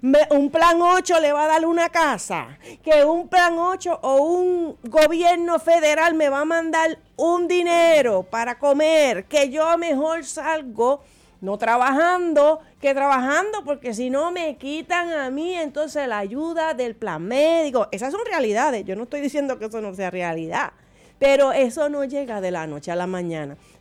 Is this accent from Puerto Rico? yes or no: yes; Puerto Rico; Puerto Rico es un país con una mentalidad paternalista.